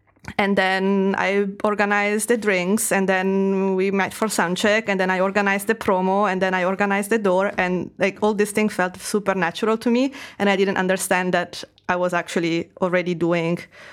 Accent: Verona, Veneto, Italy; English is a second language; moved away as an adult; it's a garden that with a little house that it's on the hills around Verona, that it's my hometown.

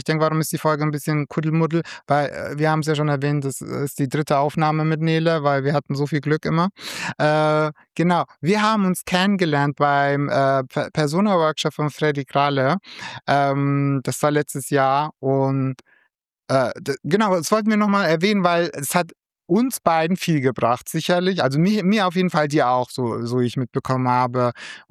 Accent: Germany; born there; zwar geboren in Deutschland

